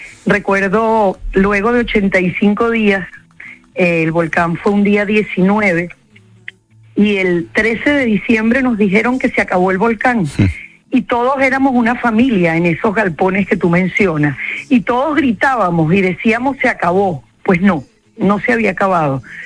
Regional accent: Venezuela; yo vengo de Venezuela, de superar un deslave, una vaguada

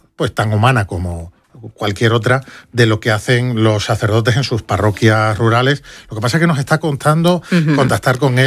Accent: Spain; los españoles que estamos aquí

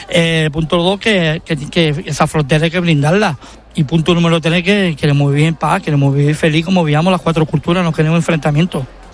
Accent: Spain; Yo soy muy español y daría mi vida por España, pero sí, es verdad que soy de religión musulmana, no tiene nada que ver. Pero yo soy español de pura cepa, vamos, yo mato por España.

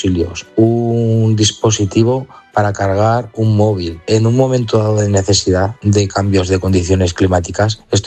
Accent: Zaragoza, Aragon, Spain; O sea, nosotros somos todos de Zaragoza, salimos un viernes de Zaragoza y el domingo regresamos con el trabajo hecho.

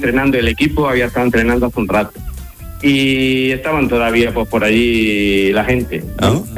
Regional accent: Granada, Andalusia, Spain; Bueno, pues yo soy de Granada y estuve trabajando en Sevilla

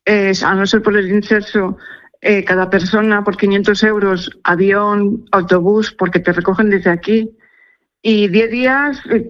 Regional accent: Toro, Castile and León, Spain; Yo soy de Zamora, de Toro.

